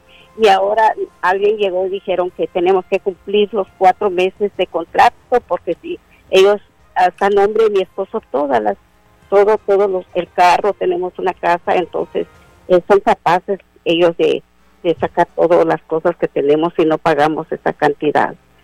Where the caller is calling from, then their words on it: Houston, Texas, United States; De Houston.